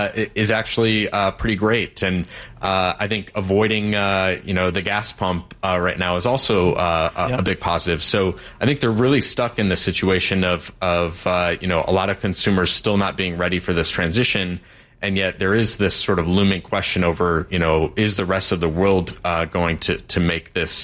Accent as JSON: {"language": "English", "region": "Michigan", "country": "United States", "tie": "born or raised there"}